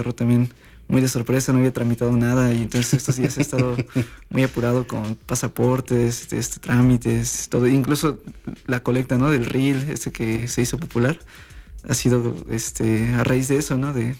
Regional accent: Huatusco, Veracruz, Mexico; moved away as an adult; now in Xalapa, Mexico; yo nací en Huatusco, bueno, nací aquí en Jalapa y viví toda mi vida en Huatusco, Veracruz.

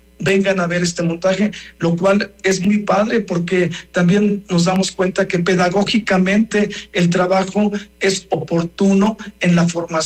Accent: Tlapacoyan, Veracruz, Mexico; also born or lived in Xalapa, Veracruz; now in Mexico City, Mexico; Tlapacoyan, mi pueblo donde yo nací

